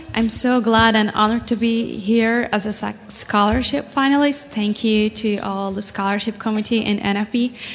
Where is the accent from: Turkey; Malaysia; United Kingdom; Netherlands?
Turkey; moved away as an adult; now in Cincinnati, United States; I'm coming from Ohio, but I'm from Turkey originally.